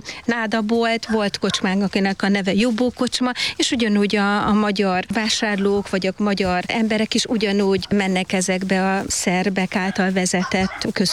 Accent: Hungary; én magyar lány vagyok, igen.

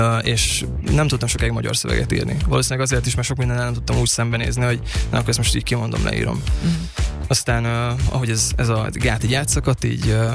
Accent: Nyíregyháza, Szabolcs-Szatmár-Bereg, Hungary; Igen, ott születtem, és ott is nőttem fel, zenei általános iskolában jártam

